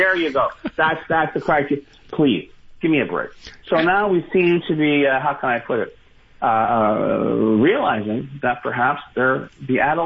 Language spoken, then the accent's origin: English; Montreal, Quebec, Canada